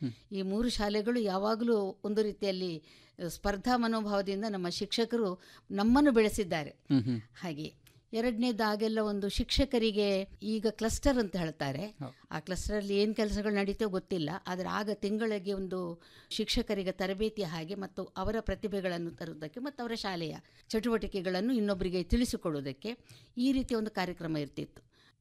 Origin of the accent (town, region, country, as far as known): Mangaluru, Karnataka, India; born there